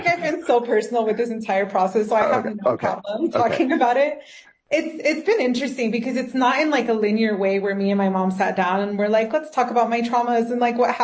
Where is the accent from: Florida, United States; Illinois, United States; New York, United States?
Florida, United States; Miami; moved away as an adult; now in Mexico; I grew up in Miami.